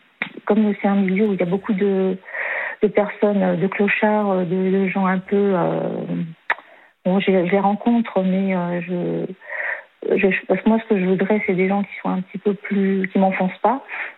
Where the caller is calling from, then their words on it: Niort, Nouvelle-Aquitaine, France; Je suis sur Niort.